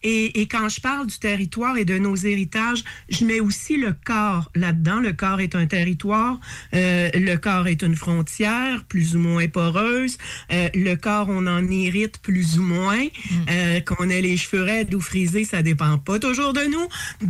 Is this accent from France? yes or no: no; Rimouski, Quebec, Canada; on est trois de Rimouski à lancer un livre chez Poète de Brousse de Rimouski.